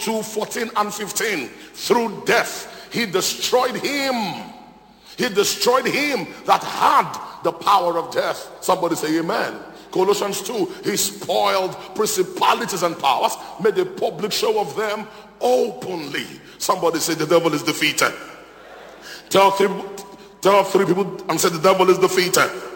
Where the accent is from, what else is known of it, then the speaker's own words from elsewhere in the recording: Nigeria; My wife is an American. I am Nigerian.